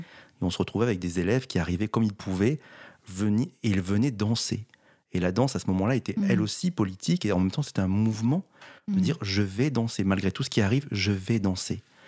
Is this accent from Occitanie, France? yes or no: yes; Montpellier, Occitanie, France; je viens de Montpellier